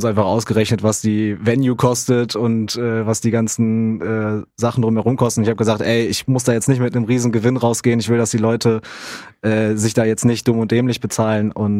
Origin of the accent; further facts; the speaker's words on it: Essen, North Rhine-Westphalia, Germany; Ich komme aus Essen eigentlich.